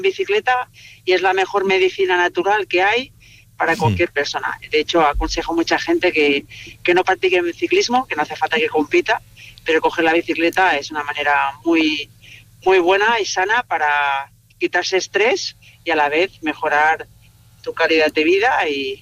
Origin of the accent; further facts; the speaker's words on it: Menorca, Balearic Islands, Spain; moved away as an adult; now in Asturias, Spain; yo llevo más de 20 años en Asturias, porque yo me dediqué al mundo del ciclismo profesional y al final yo soy de Menorca y Menorca es una isla pequeña que te limita